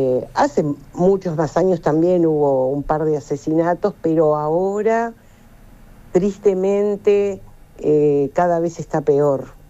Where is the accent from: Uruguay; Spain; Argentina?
Uruguay; born there; yo nací en Uruguay, ¿no? Mi madre patria es Israel y mi patria es Uruguay, son las dos, y ninguna interfiere con la otra.